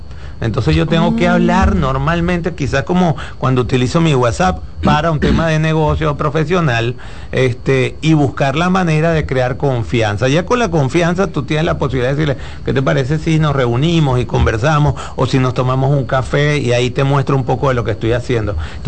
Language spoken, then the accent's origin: Spanish; Venezuela; como venezolano, tengo mucha cercanía con cultura de ustedes.